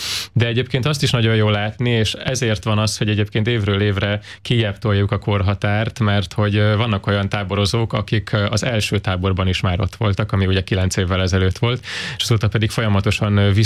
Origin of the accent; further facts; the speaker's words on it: Nova, Zala, Hungary; én magam is egyébként Zalából származom, a gyermekkoromat Nován töltöttem, és hát Nova egyébként a Göcsei szíve